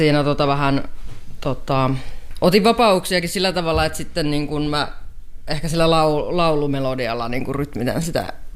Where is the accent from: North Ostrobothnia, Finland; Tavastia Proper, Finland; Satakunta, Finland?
Tavastia Proper, Finland; Parola; now in Menkijärvi, Finland; Mä oon lähtöisin Parolasta, Kanta-Hämeestä.